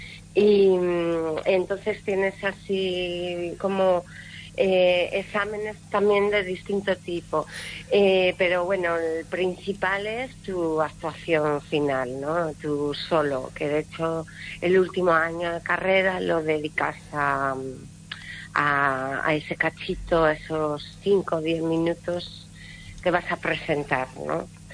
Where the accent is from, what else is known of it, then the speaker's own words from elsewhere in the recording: Valladolid, Castile and León, Spain; moved away; also born or lived in Madrid, Spain / London, United Kingdom; y ahí soy de Valladolid. En Valladolid había una asociación de malabaristas y bueno, me empecé por ahí, tendría 14, 15 años, y luego ya fui a Madrid en el 99 a estudiar.